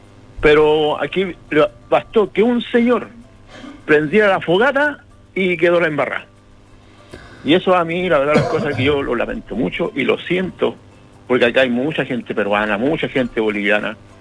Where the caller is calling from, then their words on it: Chile; nosotros como chilenos deberíamos demostrar el patriotismo.